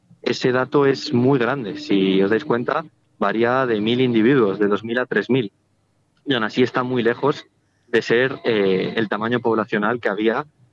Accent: Guadarrama, Community of Madrid, Spain; yo soy de Guadarrama, entonces soy compañero de la sierra

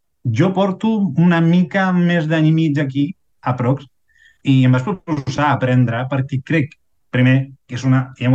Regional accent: Chile; first language Spanish; Catalan is a second language; moved away as an adult; now in Catalonia, Spain; Jo he nascut a Xile, tinc família al nord d'Espanya i totes aquestes coses, però és com tota la vida de Xile i tota la meva socialització ha sigut en castellà.

